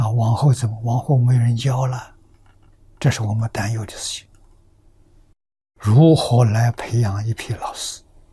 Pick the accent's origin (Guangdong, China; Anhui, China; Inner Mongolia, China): Anhui, China; Tongcheng; moved away; 我们家乡桐城派的发祥地啊，城里面丢掉比我们早，大概要早十年，我们住乡下，乡下人都非常守本分啊